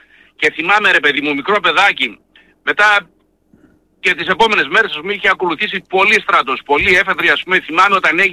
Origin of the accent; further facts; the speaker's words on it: Eastern Macedonia and Thrace, Greece; Όχι γιατί είμαι Πόντιος, γιατί είμαι Έλληνας, εντάξει. Πρώτα είμαι Έλληνας και είμαι ποντιακής καταγωγής. Λοιπόν, και Θρακιώτης.